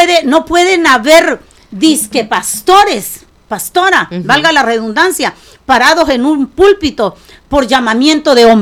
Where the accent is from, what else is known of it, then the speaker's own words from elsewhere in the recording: Mexico; Porque ya me hierve la sangre como mexicana.